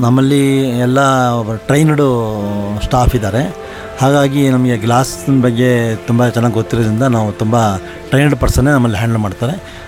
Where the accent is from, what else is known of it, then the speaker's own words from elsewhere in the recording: Shivamogga, Karnataka, India; ನಾನು ಮೂಲತಃ ಶಿವಮೊಗ್ಗದವರೇ. ಗಾಂಧಿ ಬಜಾರಲ್ಲಿ ಹುಟ್ಟಿ ಬೆಳೆದು